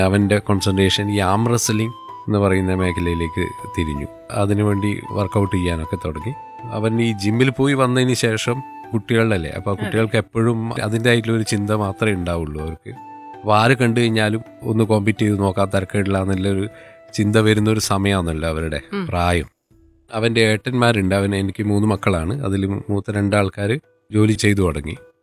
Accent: Taliparamba, Kerala, India; തളിപ്പറമ്പ് രാജരാജേശ്വര അമ്പലത്തിൻ്റെ അടുത്താണ് ഞാൻ ജനിച്ചതും വളർന്നതുമൊക്കെ.

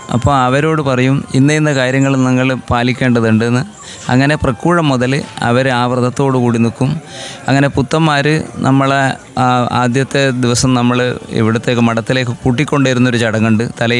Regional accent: Thillankeri, Kerala, India; ഞാൻ തില്ലങ്കേരി സ്വദേശിയാണ്.

